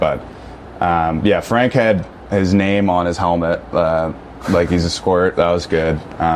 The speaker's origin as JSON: {"language": "English", "town": "Carp", "region": "Ontario", "country": "Canada", "said": "I'm from Carp. Nobody knows Carp, though."}